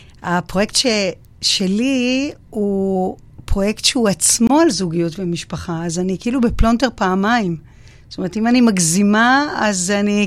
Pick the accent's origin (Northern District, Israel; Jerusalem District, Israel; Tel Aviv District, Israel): Jerusalem District, Israel; Jerusalem; born there; now in Haifa, Israel; אני תושבת חיפה. מאוד אוהבת את חיפה. נולדתי בירושלים, אבל אני תושבת חיפה.